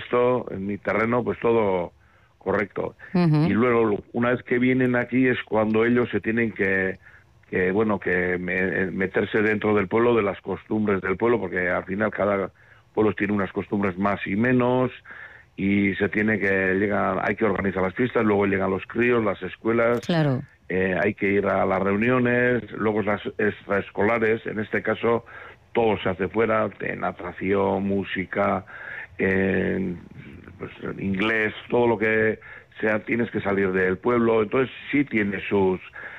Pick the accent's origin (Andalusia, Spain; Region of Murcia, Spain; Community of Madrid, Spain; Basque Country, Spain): Basque Country, Spain; Asteasu; las 12 todos somos de Asteasu, nacidos y vamos, que nos hemos crecido aquí, hemos hecho todo aquí. Y el hecho ese yo creo que es muy importante. En mi caso, claro, yo soy de aquí y vivo aquí.